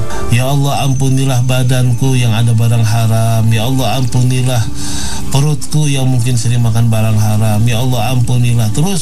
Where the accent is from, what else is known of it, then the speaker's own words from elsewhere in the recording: Jakarta, Indonesia; Di kampung saya di Jakarta